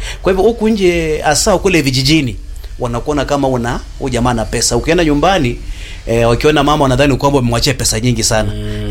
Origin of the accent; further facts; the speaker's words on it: Kakamega County, Kenya; tuko watu kadhaa ambao tumetoka kule Kabras